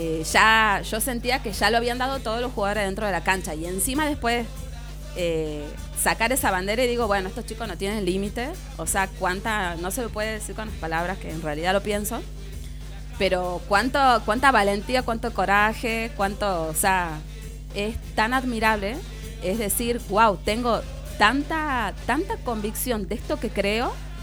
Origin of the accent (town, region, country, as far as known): Argentina